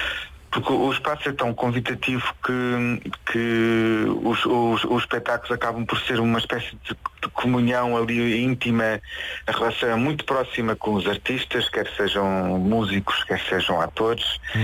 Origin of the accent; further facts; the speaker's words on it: Covilhã, Centro, Portugal; moved away as an adult; also born or lived in Évora; now in Serpa, Portugal; eu sou ali perto de Ceia, exatamente. Perto de Ceia, sou da zona da Beira Baixa, sou da Covilhã.